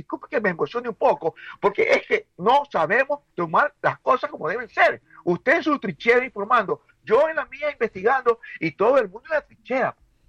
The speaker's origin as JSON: {"language": "Spanish", "country": "Ecuador", "said": "Yo no quiero como ecuatoriano. Yo no quiero, pues yo soy del campo"}